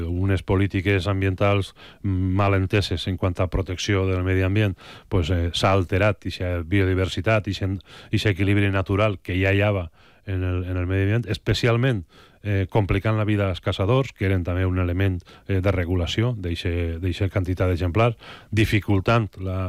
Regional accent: Valencian Community, Spain; A mi, com a valencià i com a responsable públic d'aquest tema, més encara, m'enfada molt quan veig gent de fora

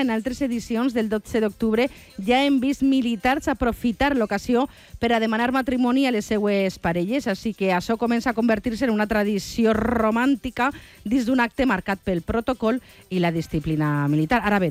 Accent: Valencian Community, Spain; Vull dir, com a valenciana, està

